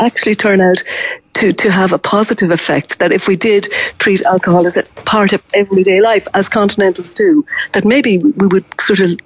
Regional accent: Ireland

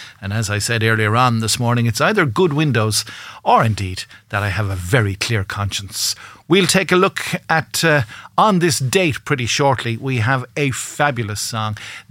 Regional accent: Ireland; as an Irish person

